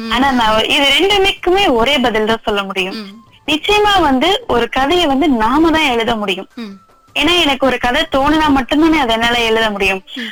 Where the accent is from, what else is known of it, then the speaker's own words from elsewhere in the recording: Tamil Nadu, India; now in Kumbakonam, India; பெரம்பலூர் மாவட்டம் அப்படிங்கறது என்னுடைய சொந்த ஊர். இப்ப நான் வசித்து கொண்டு இருக்கிறது வந்து பாத்தீங்கன்னா கும்பகோணத்துல இருக்கிறேன்.